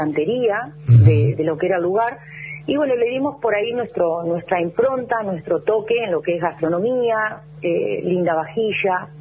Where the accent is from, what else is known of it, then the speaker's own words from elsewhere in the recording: Azul, Buenos Aires Province, Argentina; moved away as an adult; now in Tandil, Argentina; soy la única que no soy de Tandil, yo soy azuleña.